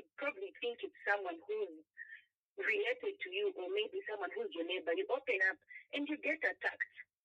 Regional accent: Lusaka, Lusaka Province, Zambia; now in Kabanana, Zambia; I grew up in Garden, that Chimwanze area

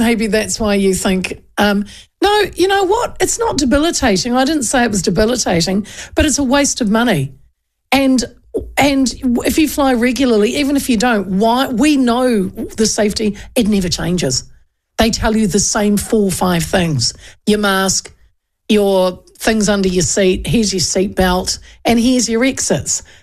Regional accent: Hastings, Hawke's Bay, New Zealand; moved away; I grew up in Hastings where we had earthquakes all the time

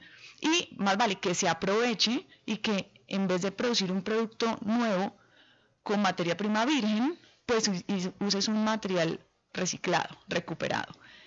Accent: Cali, Valle del Cauca, Colombia

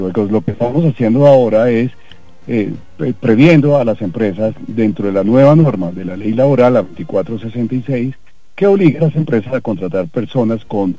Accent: Cartagena, Bolívar, Colombia; hace días no voy para Cartagena. Yo soy cartagenero

